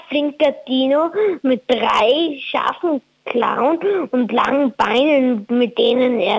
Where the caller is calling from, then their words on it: Wildon, Styria, Austria; Ich bin aus Wildon und ich bin 7 alt.